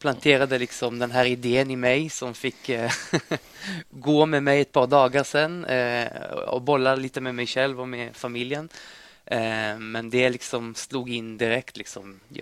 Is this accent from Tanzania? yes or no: no; Israel; now in Stockholm, Sweden; Israel faktiskt, där jag kommer ifrån.